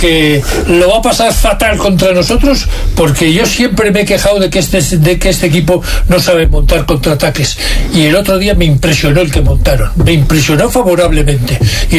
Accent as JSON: {"language": "Spanish", "country": "Spain"}